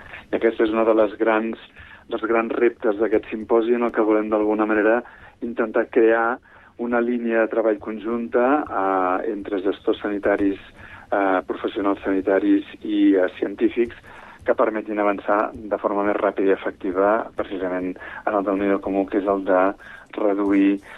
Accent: Sant Cugat del Vallès, Catalonia, Spain; born or raised there

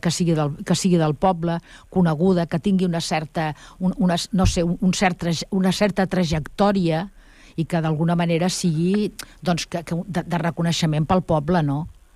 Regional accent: El Prat de Llobregat, Catalonia, Spain; born there; com que he nascut al Prat i al poble, i que tota la meva família pràcticament és del Prat

